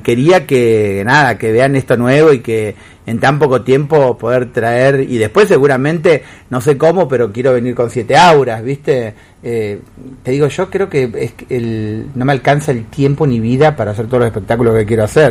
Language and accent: Spanish; Argentina; somos raros los argentinos, somos muy solidarios en muchas cosas, pero en muchas otras somos muy raros